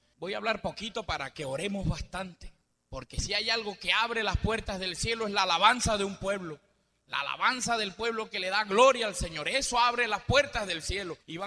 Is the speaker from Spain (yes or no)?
no; Panama; moved away; A mí me parece estar allá en mi tierra también, bailando. Así mismo es como se baila el Señor allá en Panamá.